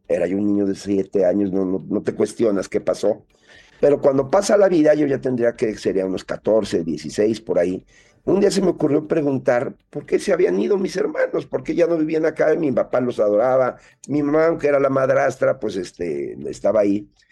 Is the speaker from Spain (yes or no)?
no; Mexico; No, soy de México.